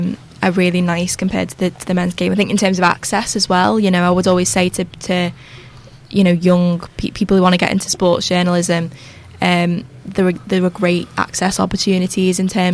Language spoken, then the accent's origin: English; Widnes, North West England, United Kingdom; So I'm from Widnes.